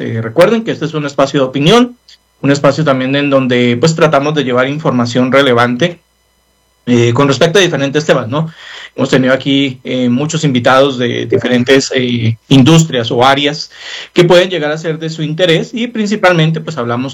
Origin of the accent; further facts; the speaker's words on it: Colombia; En mi país, digamos, en Colombia, que un presidente esté haciendo campaña política es ilegal, es corrupción. Posiblemente aquí pues está bien visto, ¿no?